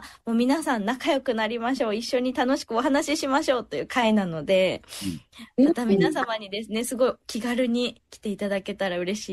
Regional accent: Kumamoto, Japan; 私のふるさと、熊本は阿蘇を舞台に熱い女の情念を描いたかっこいい一曲になっております。

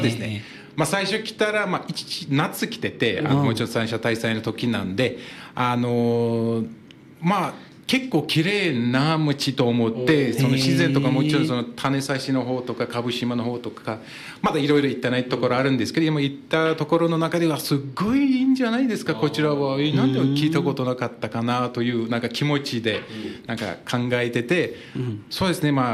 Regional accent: Turkey; Japanese is a second language; now in Japan; 私出身はトルコなんで、うん、はい、でも日本に来たのは2018年になりまして、うん、もう今年大体8年間ぐらいになってて

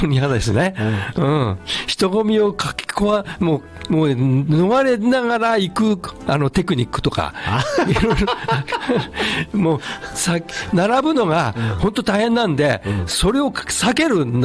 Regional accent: Shizuoka, Japan; moved away; 南の静岡県の人間なんか知らないよ俺の生まれ故郷の。

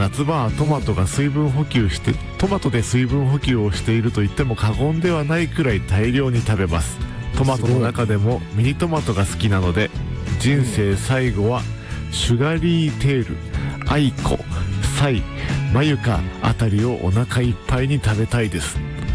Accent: Kumagaya, Saitama, Japan; 私の出身地の熊谷市周辺では幅広のうどんを醤油ベースで根菜類と煮込んだ煮ぼうとうをよく食べていました。

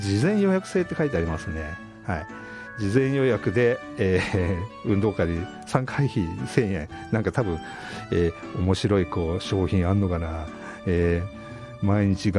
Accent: Chiba, Japan; moved away; 私も千葉育ちなんですけど、九十九里の浜ではよく遊んでたんですけれども、

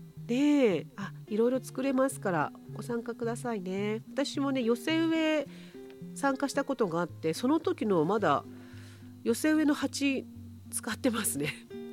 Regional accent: Ten'ei, Fukushima, Japan; ちょうど私の出身地天栄村なんですが、天栄村では木の里天栄といいまして道の駅があります。実家からすぐなんですけど

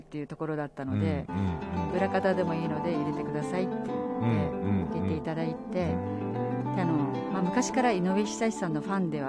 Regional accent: Kumamoto, Japan; also born or lived in Kameari, Katsushika, Tokyo; 父の仕事の都合で、うん、それから熊本で

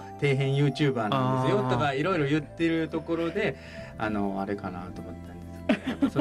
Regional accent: Osaka, Japan; はい、大阪から来ました。

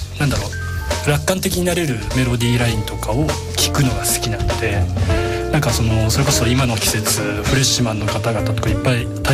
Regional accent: Ibaraki, Japan; まあ、そもそも茨城に、あ、自分地元が茨城なんですが、茨城に居留まるつもりでいたんで

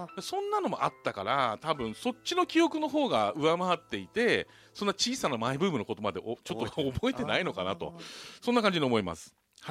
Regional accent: Kanagawa, Japan; born there; also born or lived in Tsujido, Fujisawa; 辻堂から引っ越してきたばっかで、学校行っても当然友達誰もいない状態なんですよね

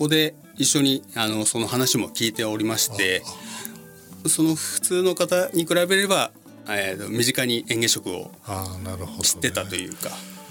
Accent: Shizuoka, Japan; はい、僕静岡出身なんですが

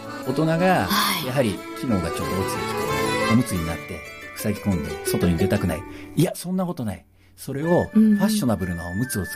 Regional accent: Maebashi, Gunma, Japan; now in Chofu, Japan; 私は前橋出身、そして今は東京都調布市で、古泉歯科を開業しております

